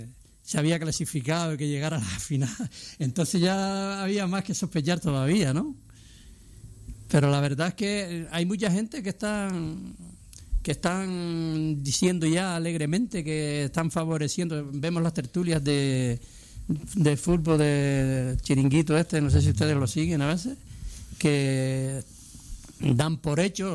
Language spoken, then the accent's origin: Spanish; Spain; Hombre, como español, ojalá gane con solvencia